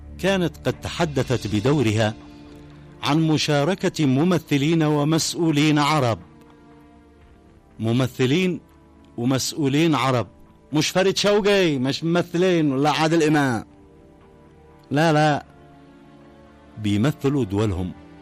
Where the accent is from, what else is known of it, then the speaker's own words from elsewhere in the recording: Yemen; عندما شنوا العدوان على بلادنا اليمن